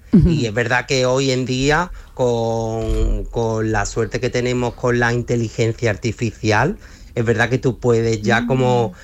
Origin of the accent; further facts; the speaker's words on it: Málaga, Andalusia, Spain; Yo soy del Puerto de la Torre, donde tengo mi salón